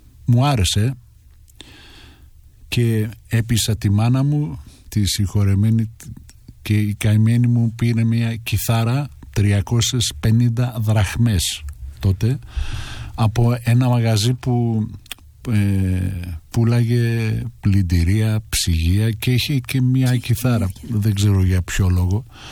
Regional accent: Thessaloniki, Central Macedonia, Greece; εγώ μεγάλωσα στην Επτάλοφο στην Θεσσαλονίκη, στους Αμπελόκηπους, που ήταν μια παρακατιανή συνοικία

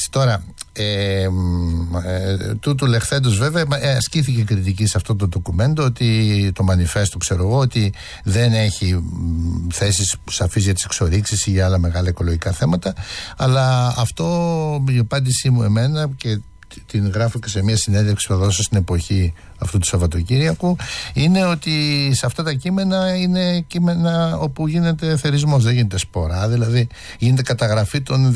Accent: Athens, Attica, Greece; moved away as an adult; now in Larissa, Greece; Έμενα στην Αθήνα, μεγάλωσα στη Κυψέλη.

